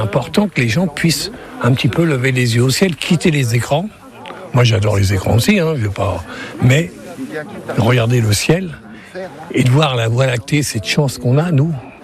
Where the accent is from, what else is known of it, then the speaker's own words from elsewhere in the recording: Paris, Île-de-France, France; also born or lived in Toulouse; J'étais parisien, mais après, je suis parti 10 ans à Toulouse, où j'ai appris toute l'astronomie